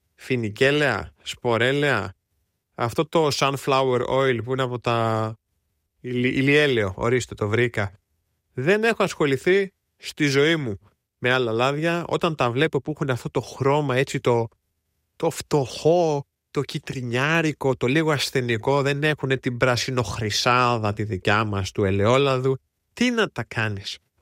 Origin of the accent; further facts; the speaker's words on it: Greece; now in Germany; εγώ ως γανήσιος Έλλην με 50 δέντρα κάπου στη Μεσσηνία